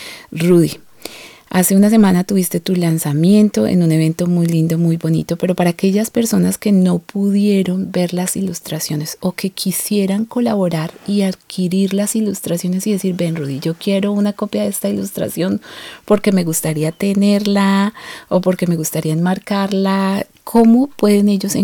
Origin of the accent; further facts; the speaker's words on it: Colombia; now in Australia; uno sí, como colombiano, se siente muy orgulloso de encontrar café de su tierra no solamente en los coffee shops, sino en los mercados australianos